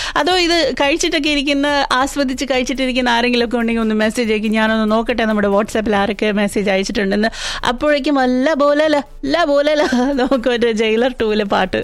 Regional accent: Thiruvananthapuram, Kerala, India; moved away; ഞങ്ങൾ തിരുവനന്തപുരത്തുകാരി പഴിഞ്ഞി എന്നാണ് പറയുന്നത് കേട്ടോ.

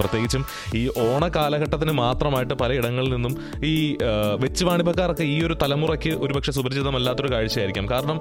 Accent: Kerala, India

